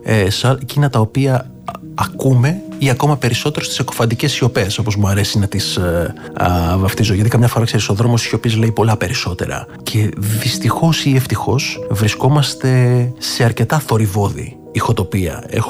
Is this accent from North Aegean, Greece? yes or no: yes; Lemnos, North Aegean, Greece; Ήμουν στο νησί μου στη Λίμνο